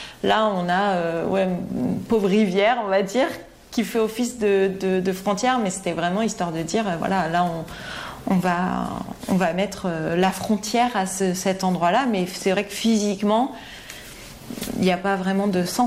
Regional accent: Porté-Puymorens, Occitanie, France; J'ai grandi à Portet-Puymorens.

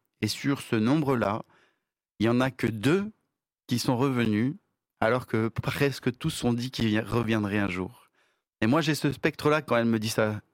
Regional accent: Madagascar; moved away as an adult; now in France; Moi, j'étais rentré de Madagascar pour faire mes études supérieures et puis comme beaucoup, on construit notre vie ici, quoi.

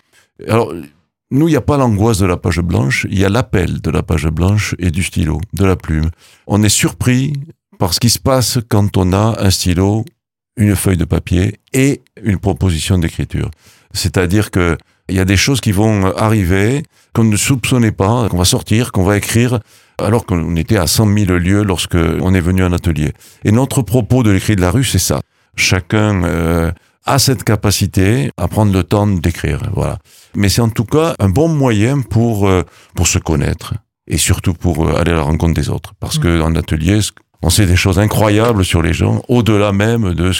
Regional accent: Occitanie, France; Ah oui, parce qu'on est du Volvestre.

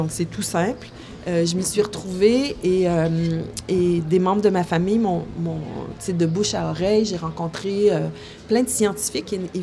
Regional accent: Quebec, Canada; now in Montreal, Canada; On a cette impression au Québec

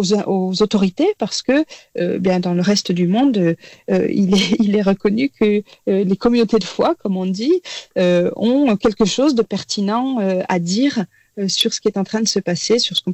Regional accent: France; Alors chez nous en France, c'est pas toujours très bien compris cette fonction-là

